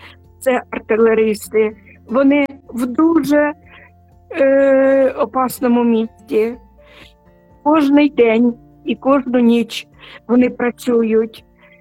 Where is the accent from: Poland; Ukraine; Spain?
Ukraine; Sumy, Sumy Oblast; Це наш Максим, який зараз захищає наше рідне місто Суми.